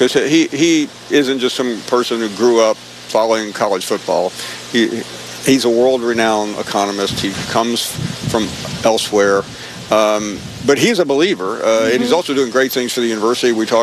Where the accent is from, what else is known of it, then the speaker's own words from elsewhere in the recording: Tennessee, United States; I grew up in West Tennessee, and there was a time when Nashville was just someplace you went through on the way to Knoxville.